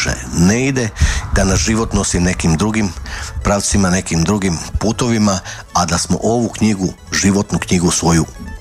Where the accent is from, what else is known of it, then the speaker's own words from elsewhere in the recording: Županja, Vukovar-Srijem County, Croatia; kod nas u Županji